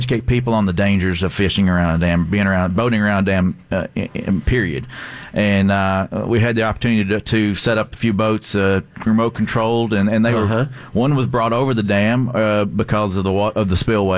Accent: Meigs County, Tennessee, United States; growing up in Meigs

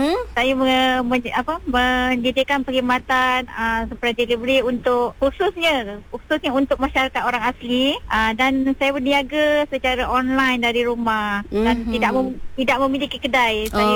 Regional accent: Kuala Krau, Pahang, Malaysia; moved away as an adult; also born or lived in Kampung Pulau Nipis, Muadzam; now in Kampung Bangas, Maran, Malaysia; asli Bangas Maran. Saya suku kaum Jakun. Tapi saya dibesarkan di kampung Pasu Kuala Kerau. Jadinya saya ni boleh berfasih berbahasa Jahut lah.

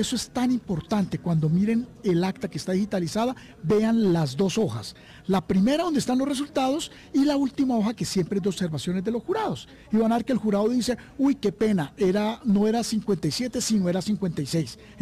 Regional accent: Colombia; Somos nosotros los colombianos, por favor.

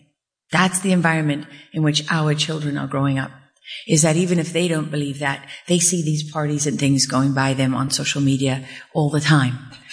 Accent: South Africa; moved away; I was sort of what we call in South Africa a lamaki, because I'm born and raised in South Africa.

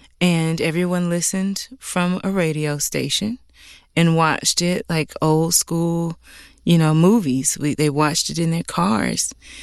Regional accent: Simpsonville, South Carolina, United States; So what we did was we did a private screening for the church that I grew up in Simpsonville, South Carolina, Bethlehem Baptist Church.

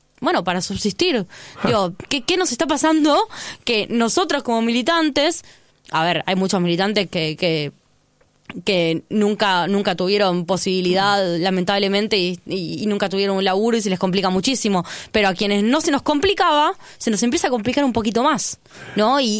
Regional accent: Moreno, Buenos Aires Province, Argentina; yo soy de Moreno

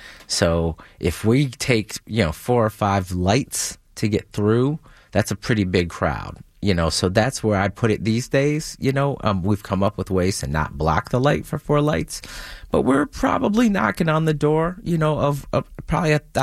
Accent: Detroit, Michigan, United States; Okay, because I'm from Detroit, you know.

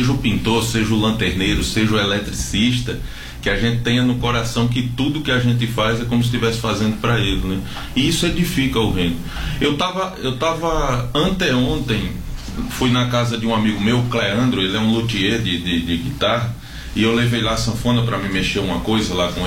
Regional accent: Belém, Paraíba, Brazil; Eu sou nordestino, sou paraibano, sou de Belém, a terra, casa de pai, terra de paz, casa do pão, não é?

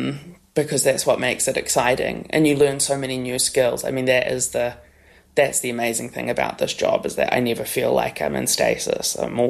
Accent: New Zealand; maybe through my nature of being a New Zealander or something

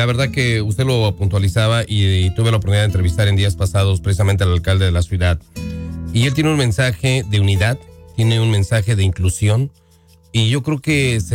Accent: Mexico; now in Omaha, United States; celebrábamos la independencia de nuestro país aquí en Omaha, Nebraska

